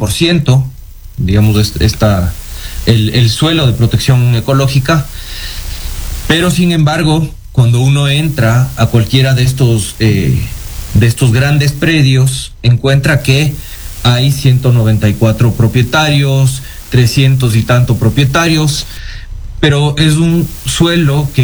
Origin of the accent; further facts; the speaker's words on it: Quito, Pichincha, Ecuador; como ciudadanos, como quiteños